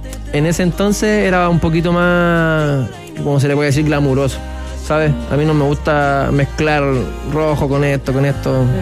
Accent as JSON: {"language": "Spanish", "town": "Maipú", "region": "Santiago Metropolitan Region", "country": "Chile", "moved": "yes", "said": "Soy de La Farfana."}